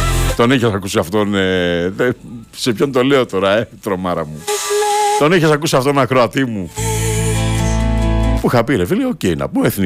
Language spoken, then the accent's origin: Greek; Crete, Greece; moved away; εγώ είμαι από την Κρήτη, αδερφέ, και δεν έχω καταφέρει να πάω εδώ και χρόνια.